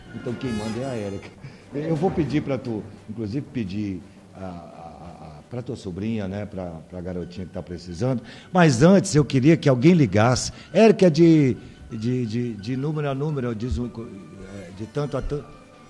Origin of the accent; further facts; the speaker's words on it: Quixadá, Ceará, Brazil; born there; Daniel Bondes, querido meu conterrâneo, lá de Quixadá, tu ouviu falar dessa cidade, Fará? É uma cidade no interior do Ceará onde eu nasci. Quixadá, a terra dos monólitos.